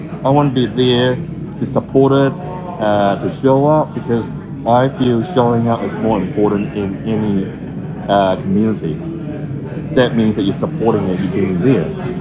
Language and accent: English; Christchurch, Canterbury, New Zealand; No, I'm not from Auckland. I'm from Otatahi, Christchurch.